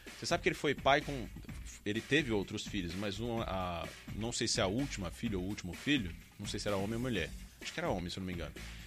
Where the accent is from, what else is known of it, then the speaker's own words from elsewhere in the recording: Guarujá, São Paulo, Brazil; eu sou do Guarujá, litoral de São Paulo, né?